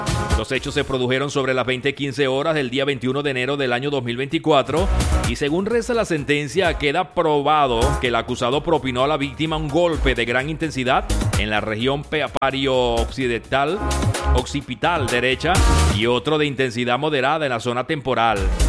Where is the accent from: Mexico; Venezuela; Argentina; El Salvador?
Venezuela; now in Spain; a nosotros los venezolanos nos retumba en la cabeza: inflación, señores.